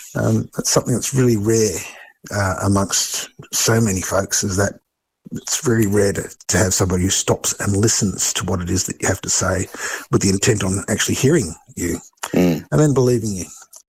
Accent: Australia; as Australians

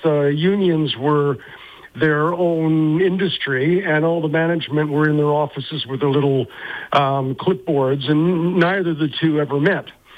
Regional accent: Canada; also born or lived in Australia; now in Spain; I'm an immigrant. I mean, I come from Canada, lived in Australia, moved around Europe, and now I live in Spain.

